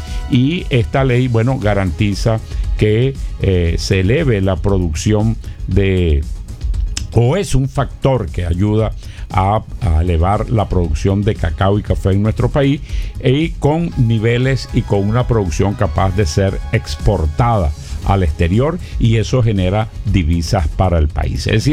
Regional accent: Brazil; Yo voy a verlo porque yo soy de Brasil.

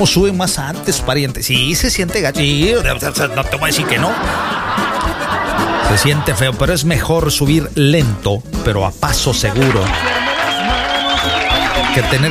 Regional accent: Veracruz, Mexico; yo soy de oro, y yo soy Jarocho.

